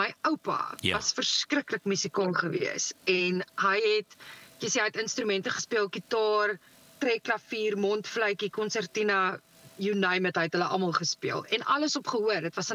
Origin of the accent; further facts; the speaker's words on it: Cape Town, Western Cape, South Africa; Dit is. Ek is gebore in Panorama Hospitaal. So ek is uit en uit 'n Kaapse meisie, maar ek is verskriklik baie in die Weskus.